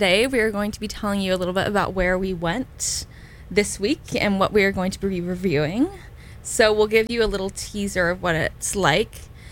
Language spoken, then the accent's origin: English; Sevenoaks, South East England, United Kingdom; now in Brunswick; I'm from a small town just outside of London, to the south, called Sevenoaks. About the same population as Brunswick. It has kind of a similar vibe.